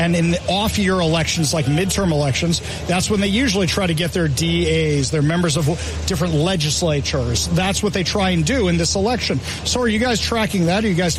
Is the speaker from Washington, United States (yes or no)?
yes; Seattle, Washington, United States; You're from Jersey. Yep. I'm from Seattle. Yep.